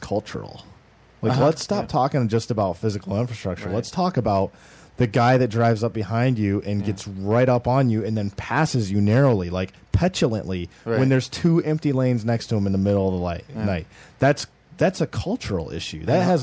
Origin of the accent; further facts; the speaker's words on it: Los Angeles, California, United States; And since I'm from West LA, I'm pretty familiar with the people out there.